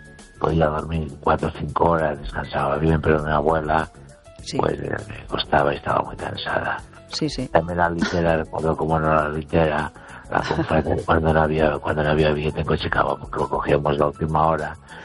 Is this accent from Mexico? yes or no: no; Galicia, Spain; Y mi pueblo está a unos 9 kilómetros o 8 de los Peares. Está en la base de la montaña.